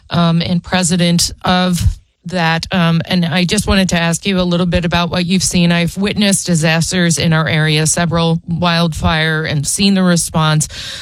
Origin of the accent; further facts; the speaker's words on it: New York, United States; I mean, I grew up in New York, right? And I saw that during 9/11.